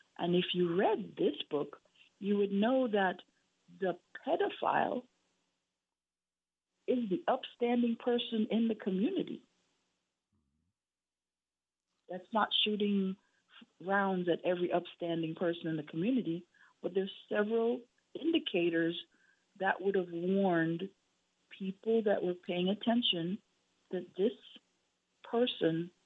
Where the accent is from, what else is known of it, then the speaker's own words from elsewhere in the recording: Jamaica; now in Alaska, United States; as a Jamaican out of a British Commonwealth